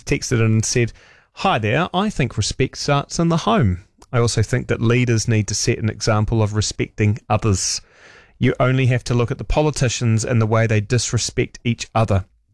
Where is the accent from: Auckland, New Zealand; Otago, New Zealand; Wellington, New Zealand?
Otago, New Zealand; Dunedin; when I grew up in Dunedin